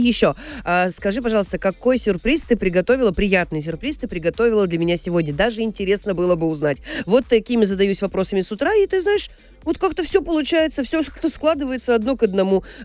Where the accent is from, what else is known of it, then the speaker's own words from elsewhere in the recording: Kirov, Kirov Oblast, Russia; я из Кирова, но я в Кирово-Чепецке была и не раз.